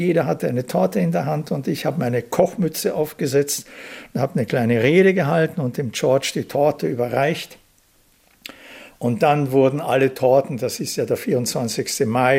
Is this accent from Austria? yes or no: yes; Vienna, Austria; born there; Ich bin ja auch in Wien geboren, ja. Also ich fühle mich tatsächlich immer noch als Wiener, nicht? Und das ist meine Heimat